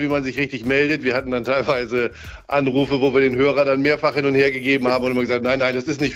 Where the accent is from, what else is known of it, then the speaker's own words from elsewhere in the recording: Ritterhude, Lower Saxony, Germany; ich komme halt aus dem Speckgürtel, ne? Niedersachsen-Umland.